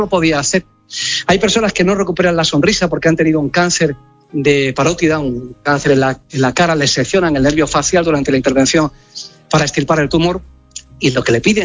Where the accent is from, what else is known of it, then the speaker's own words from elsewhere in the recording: Granada, Andalusia, Spain; tuve el honor de echar una mano a su majestad el rey Melchor, la cabalgata de mi tierra en Granada